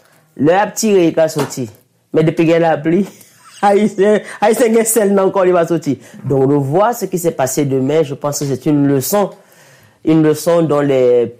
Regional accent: Cameroon; moved away; moi, je suis parti du Cameroun. Ça fait une quarantaine d'années maintenant.

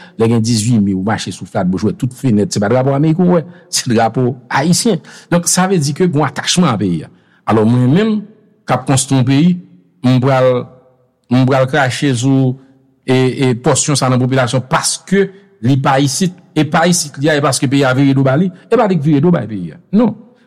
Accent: Brazil; Non, si je parle français, je parle créole, je suis brésilien.

